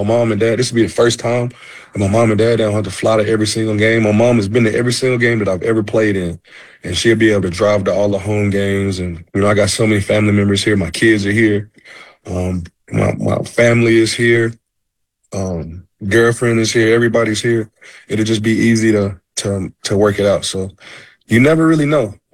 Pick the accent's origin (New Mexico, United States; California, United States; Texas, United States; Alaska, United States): Texas, United States; Dallas; I grew up here in Dallas.